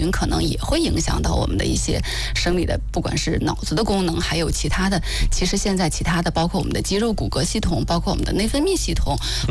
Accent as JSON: {"language": "Chinese", "country": "China", "said": "尤其是我们中国人可能性格比较内敛"}